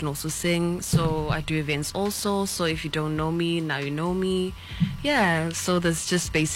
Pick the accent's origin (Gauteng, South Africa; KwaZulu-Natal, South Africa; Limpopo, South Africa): KwaZulu-Natal, South Africa; Durban; is a girl from Ntuzuma.